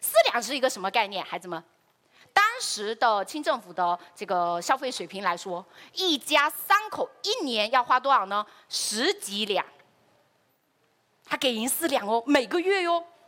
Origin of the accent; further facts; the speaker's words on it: Fuzhou, Fujian, China; 我们福州人